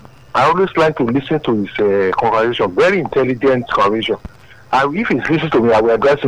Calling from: Kenya; I'm calling from Kenya.

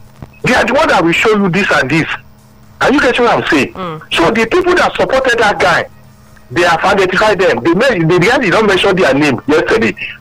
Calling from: Lagos, Nigeria; I'm calling from Ogba.

